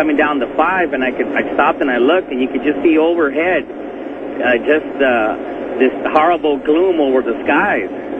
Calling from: Hesperia, California, United States; I live up in Hesperia by Victorville.

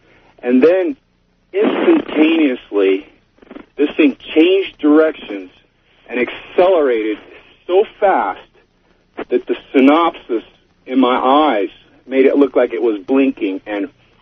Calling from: California, United States; I'm calling from Northern California.

